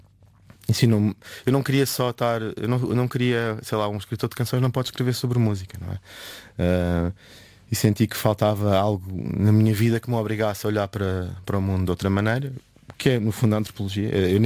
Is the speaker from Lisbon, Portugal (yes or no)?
yes; Lisbon, Portugal; eu cresci em Lisboa, mas não cresci mesmo no centro de Lisboa.